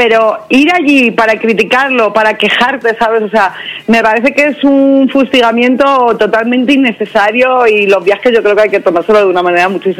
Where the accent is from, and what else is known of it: Spain